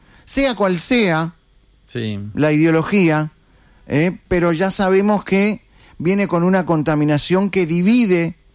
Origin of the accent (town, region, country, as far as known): Uruguay